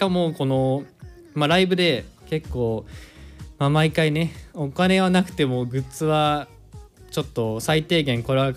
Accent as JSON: {"language": "Japanese", "region": "Hyogo", "country": "Japan", "tie": "born or raised there", "moved": "yes", "lives_now": "Ishikawa, Japan", "said": "地元は兵庫ですね。"}